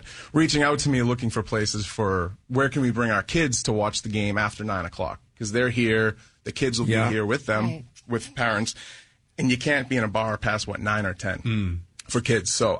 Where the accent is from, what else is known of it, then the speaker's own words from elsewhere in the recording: Wilmington, Massachusetts, United States; I'm from Wilmington, actually.